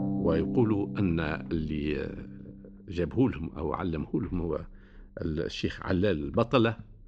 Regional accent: Tunisia

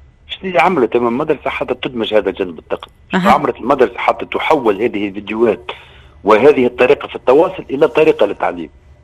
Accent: Tunisia; تعرف عدد البنات عدد مراكز التكوينية عندنا في تونس وقوتها

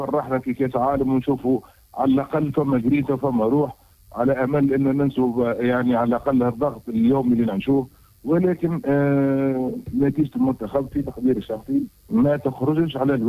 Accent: Tunisia; عندنا في تونس

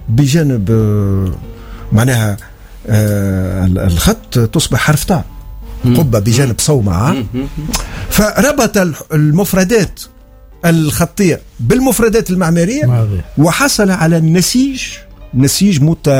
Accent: Tunisia; بعد ما نعيش اي وعندنا في تونس وفي منوبة

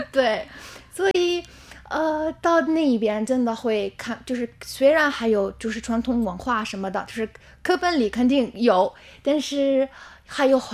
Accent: Tunisia; Chinese is a second language; 平时每次我说我来自突尼斯，第一个问题就是突尼斯在哪儿？

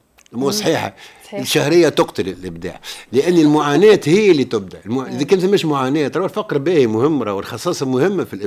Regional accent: Tunisia; عندنا احنا التوانسة

